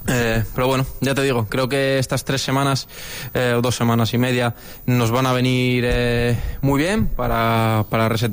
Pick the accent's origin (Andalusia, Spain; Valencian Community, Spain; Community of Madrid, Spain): Valencian Community, Spain; Alicante; también se asemeja un poco a mi tierra, bueno, Alicante.